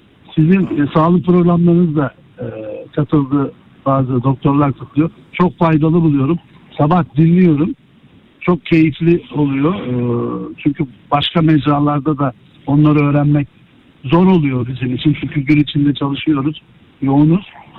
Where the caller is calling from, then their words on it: Istanbul, Turkey; nasılsınız? İstanbul'dan arıyorum.